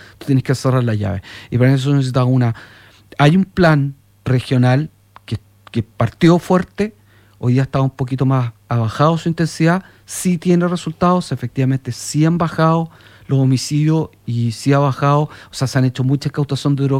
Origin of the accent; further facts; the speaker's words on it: Chile; hemos hecho esta región chilena y la hemos educado y criado como chilena